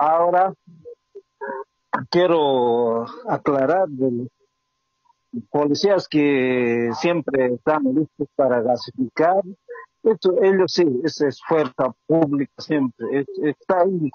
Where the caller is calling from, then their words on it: Cochabamba, Bolivia; Buenas tardes, departamento Cochabamba, don Augusto.